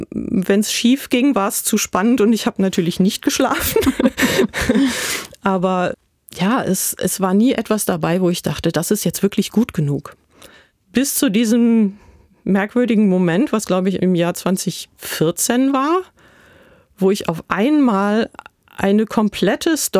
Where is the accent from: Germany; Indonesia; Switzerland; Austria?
Germany; Als Deutsche ein englisches Buch schreiben